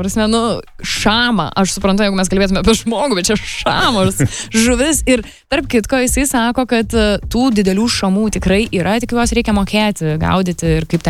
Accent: Kaunas, Kaunas County, Lithuania; tarp kitko šiandien kažkaip kauniečių turėjom daug visai ir skambino mergina ir mes patys esam iš Kauno.

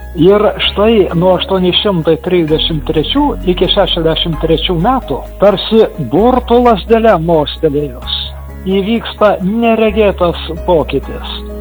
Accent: Aukštaitija, Lithuania; kuriuose man kaip aukštaičiai ypatingai malonu buvo atsikapstyti

